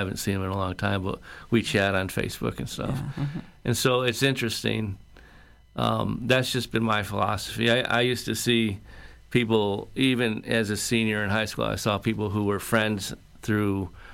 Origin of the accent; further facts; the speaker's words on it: Marcellus, New York, United States; also born or lived in Rochester / Boulder; I grew up. I was born in Rochester, but then we moved to Syracuse. I grew up in Marcellus, which is a suburb of Syracuse.